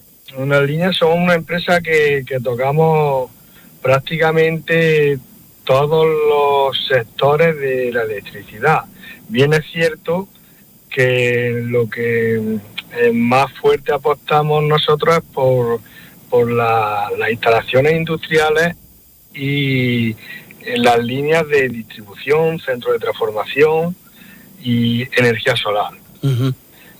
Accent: Porcuna, Andalusia, Spain; en mi pueblo, en Porcuna.

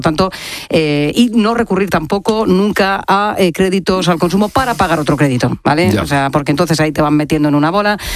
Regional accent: Jumilla, Region of Murcia, Spain; desde mi tierra querida, desde Murcia, en Jumilla

